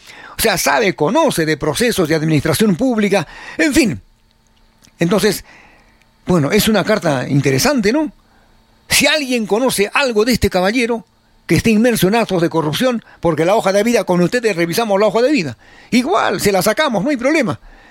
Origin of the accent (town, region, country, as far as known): Arequipa, Peru